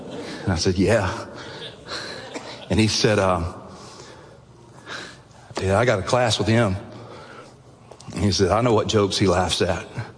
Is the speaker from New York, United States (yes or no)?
no; Alabama, United States; I was growing up in Alabama.